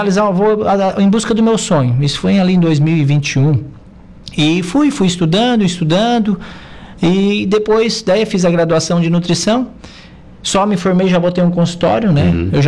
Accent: Araranguá, Santa Catarina, Brazil; Então, me criei aqui em Araranguá, né? Sou ali do Mato Alto e nascido no Bom Pastor, aqui pertinho da rádio, né? Então, araranguaense raiz.

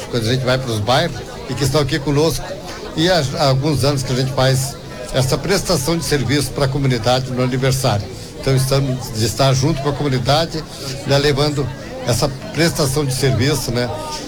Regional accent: Brazil; A gente se criou junto praticamente lá em Campinas.

